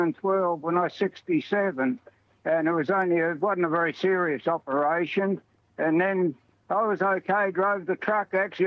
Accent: Barinia, South Australia, Australia; Berinia, yeah. It's north of Clare. It's between Clare and Hilltown.

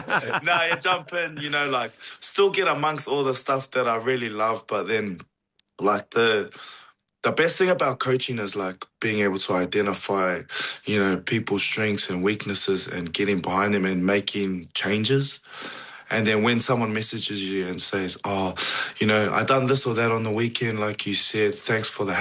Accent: New Zealand; Like, bro, even sometimes I'm hoping Tonga gets upset against Kiwi, and I'm Kiwi.

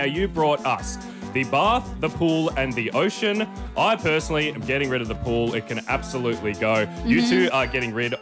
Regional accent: Echuca, Victoria, Australia; As a river dweller, growing up in Echuca, it literally means three rivers, all of them.

